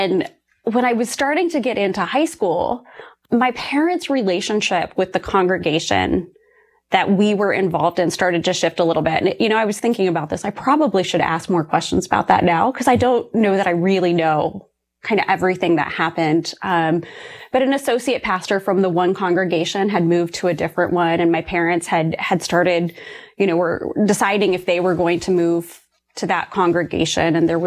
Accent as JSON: {"language": "English", "region": "Ohio", "country": "United States", "tie": "born or raised there"}